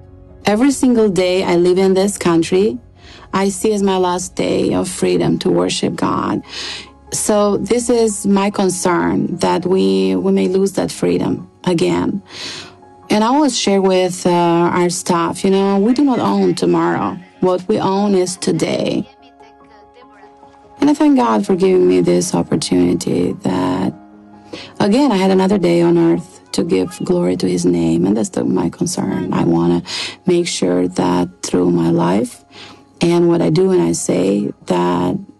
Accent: Albania; I grew up in Albania. It was a communist country.

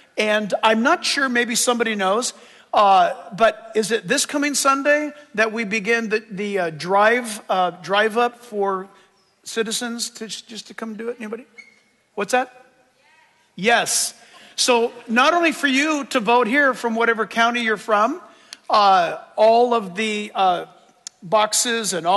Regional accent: United States; born there; I was born in America.

